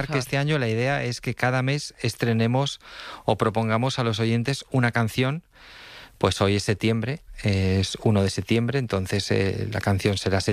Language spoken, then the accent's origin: Spanish; Villacarriedo, Cantabria, Spain; Luego he estado en las fiestas de mi pueblo, en Villacarrido, también hace una semana.